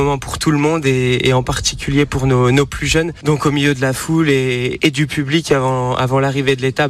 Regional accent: Le Creusot, Bourgogne-Franche-Comté, France; quand j'ai commencé le vélo en 2006 chez moi au Creusot

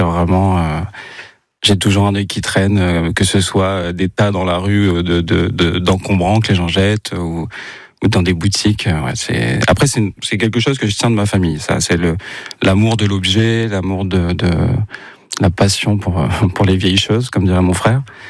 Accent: Boulogne-sur-Mer, Hauts-de-France, France; Et un jour, il y a eu un tournage qui s'est fait là d'où je viens, de Boulogne-sur-Mer

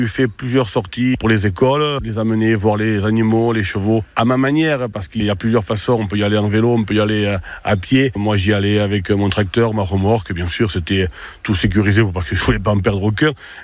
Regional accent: Saubusse, Nouvelle-Aquitaine, France; je suis natif de Saubus.

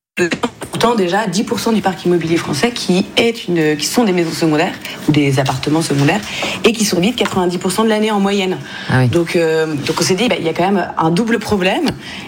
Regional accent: Brittany, France; je viens de Bretagne, donc pas très loin de la Normandie. Et j'ai grandi avec ces maisons secondaires vides. Il y en a beaucoup en Bretagne.

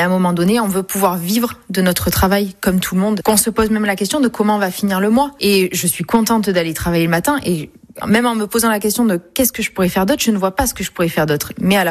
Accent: Pessac, Nouvelle-Aquitaine, France; born there; now in Le Porge, France; j'ai 34 ans, je suis infirmière libérale et sur la commune du Porge. Et je suis surtout girondine, parce que je suis née à Pessac.

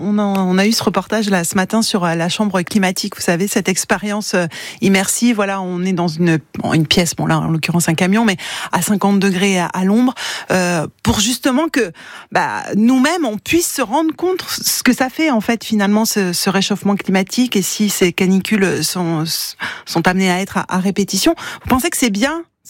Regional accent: Bourgogne-Franche-Comté, France; sur les animaux chez nous en Franche-Comté?

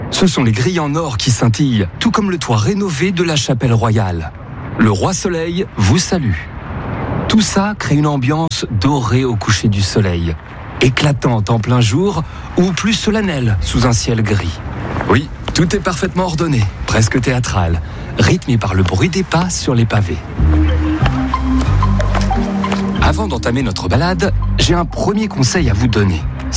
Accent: Saumur, Pays de la Loire, France; born there; je suis animateur à ICI Paris-Île-de-France. J'adore la ville de Versailles, peut-être parce que je suis né à Saumur, la capitale du cheval

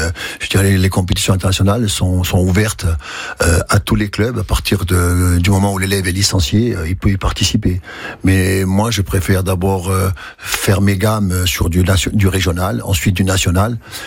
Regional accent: Corsica, France; quand on est Corse, on peut nous aussi réussir.

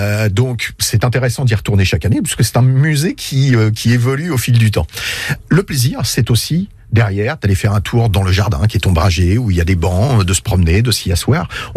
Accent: Normandy, France; on est normand

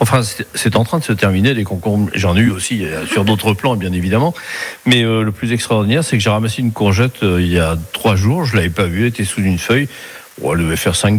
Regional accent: Ouessant, Brittany, France; born there; moved away as an adult; moi je suis né à Ouessan il y a un peu plus d'un siècle. Non, j'ai connu Ouessan dans les années 50. Il y avait des vaches, des champs de blé. C'était absolument extraordinaire. Alors ensuite, je suis parti travailler un peu partout. Et je suis en retraite à Ouessan.

